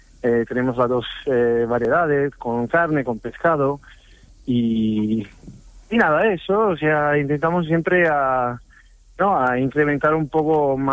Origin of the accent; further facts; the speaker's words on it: Campania, Italy; Spanish is a second language; now in Oviedo, Spain; soy del sur de Italia, de zona de Nápoles.